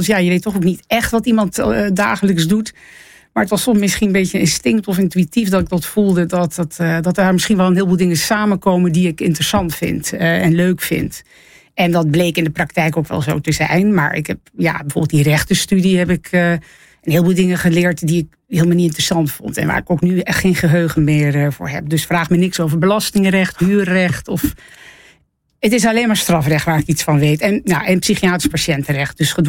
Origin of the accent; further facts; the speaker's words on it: Zeeland, Netherlands; accent: Zeeuws-Vlaams; Ik heb het altijd wel een beetje beschouwd als twee talen. Hè, dat Nederlands en mijn Zeeuws-Vlaams dialect.